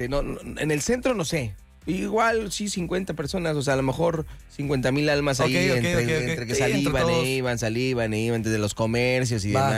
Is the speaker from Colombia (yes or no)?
no; Mexico